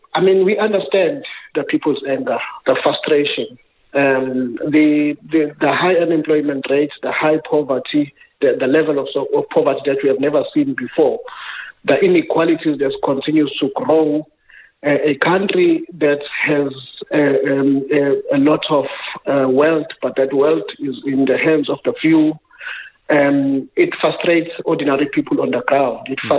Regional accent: KwaZulu-Natal, South Africa; I grew up in Bambai

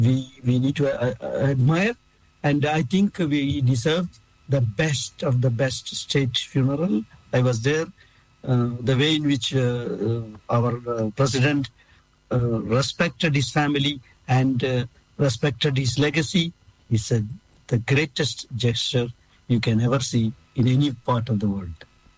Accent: India; moved away; my hometown in India

